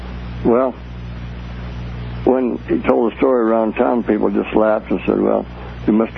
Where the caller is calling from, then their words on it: Reno, Nevada, United States; Okay, I'm calling from Reno.